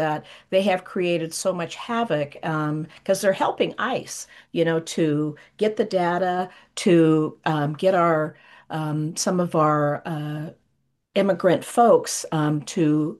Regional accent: Sacramento, California, United States; I'm from Sacramento

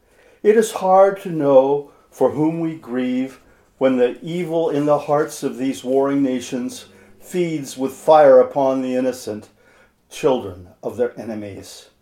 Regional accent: Cottage Grove, Oregon, United States; I'm a poet from Cottage Grove, Oregon.

